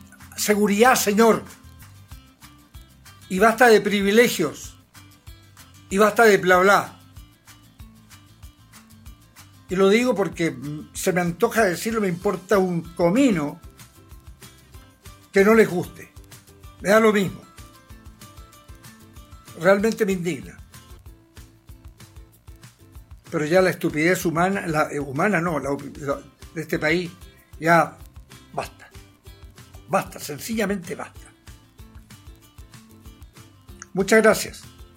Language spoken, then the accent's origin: Spanish; Chile